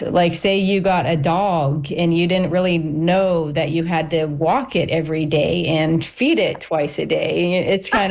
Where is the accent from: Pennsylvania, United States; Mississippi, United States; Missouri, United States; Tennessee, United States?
Pennsylvania, United States; moved away; And our seasons here are kind of backwards, like than what I grew up in Pennsylvania.